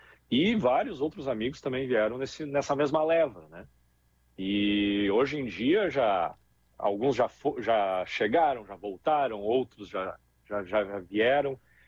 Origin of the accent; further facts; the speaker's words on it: Santo Antônio da Patrulha, Rio Grande do Sul, Brazil; now in Norway; Eu sou de Santo Antônio da Patrulha, aí pertinho, terra da rapadura, né?